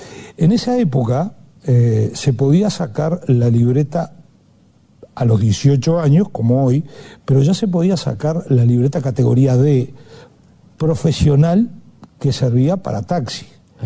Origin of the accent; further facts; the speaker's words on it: Montevideo, Uruguay; Yo vivía donde nací, en el hipódromo, en Guarapirú, y a un par de cuadras de General Flores, era cerca, por Aparicio Saravia se llegaba en 5 minutos a mi casa desde el Cementerio del Norte.